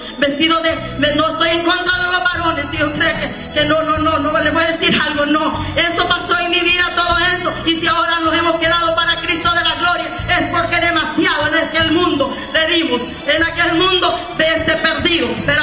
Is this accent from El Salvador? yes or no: yes; El Salvador; moved away as an adult; porque la pobreza estaba muy dura en El Salvador, aleluya, soy del Salvador, bendito sea su nombre para siempre, aleluya, y me crié allá por una isla, y de allá tuve que dejar a mis hijos